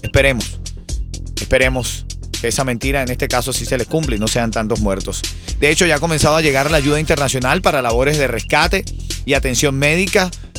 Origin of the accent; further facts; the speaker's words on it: Venezuela; Ya tú sabes que como venezolano estoy bastante movido, consternado con la cantidad de videos, publicaciones que se han visto de gente sufriendo en mi país.